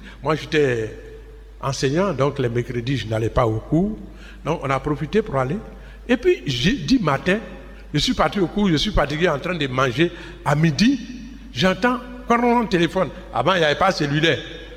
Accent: Bongouanou, Côte d’Ivoire; ma ville natale, à Bangouanou

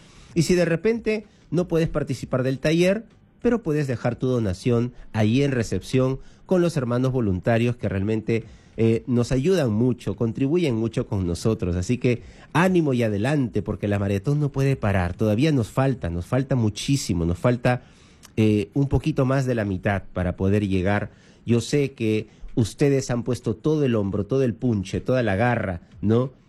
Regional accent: Callao, Peru; yo soy del Callao, de años

